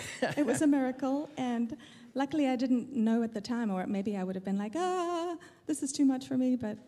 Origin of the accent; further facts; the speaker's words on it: South Africa; moved away as an adult; I came from South Africa to New York.